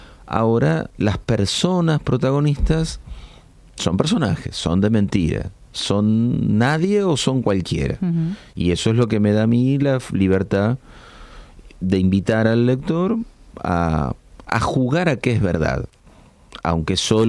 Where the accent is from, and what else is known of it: Argentina